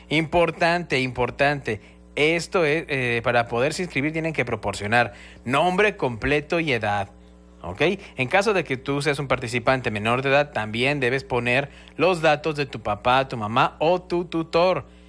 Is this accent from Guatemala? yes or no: no; Mexico City, Mexico; now in Campeche, Mexico; soy de chilango a mucha honra, pero mijo, tengo más de 20 y tantos años viviendo aquí.